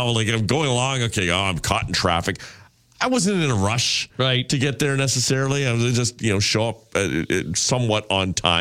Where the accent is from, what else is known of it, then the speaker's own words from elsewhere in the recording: Toronto, Ontario, Canada; growing up in the East End